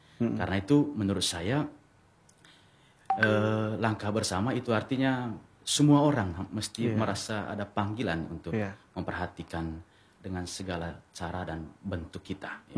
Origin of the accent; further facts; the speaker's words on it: Manggarai, East Nusa Tenggara, Indonesia; kita orang Manggarai melihat alam itu sebagai ya ibu